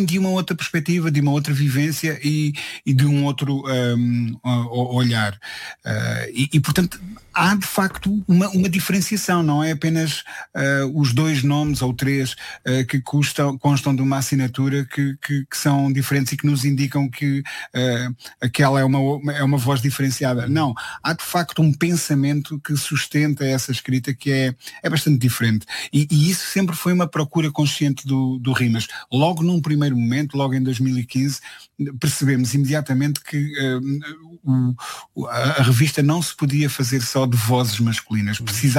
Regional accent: Centro, Portugal; da minha geração e da minha cultura específica, operária, do centro do país, se calhar um pouco mais rural do que urbano, de onde eu sou originário.

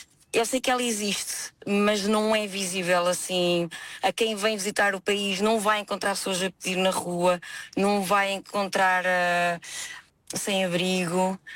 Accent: Centro, Portugal; moved away as an adult; also born or lived in Angola; Como eu não sou da zona de Lisboa

